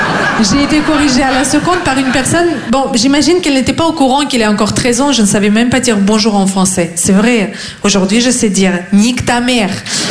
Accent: Russia; French is a second language; now in France; Non, je viens de Russie. Surprise!

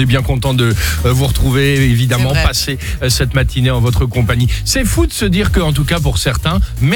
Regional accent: Marseille, Provence-Alpes-Côte d'Azur, France; Chez moi, à Marseille.

